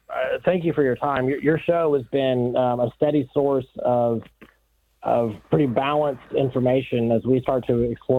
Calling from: Edmond, Oklahoma, United States; We are calling from Edmond, Oklahoma, which is just north of Oklahoma City.

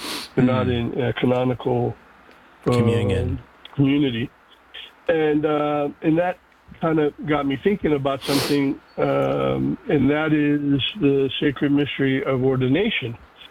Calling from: California, United States

